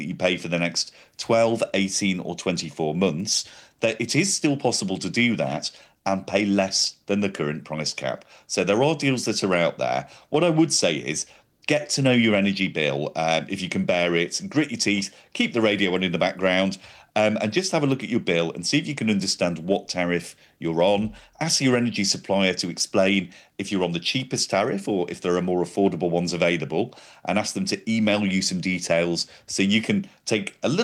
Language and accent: English; Manchester, North West England, United Kingdom; I grew up in Manchester